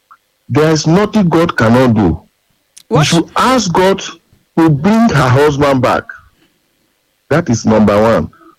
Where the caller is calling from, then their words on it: Olodo, Nigeria; I'm calling from Olodo.